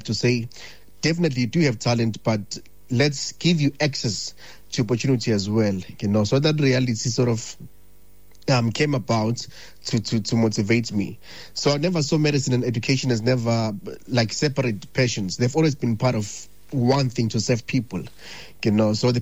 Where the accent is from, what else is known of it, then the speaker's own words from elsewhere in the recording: Ladysmith, KwaZulu-Natal, South Africa; I grew up in Ladysmith, attending in township and rural schools, where resources were very, very limited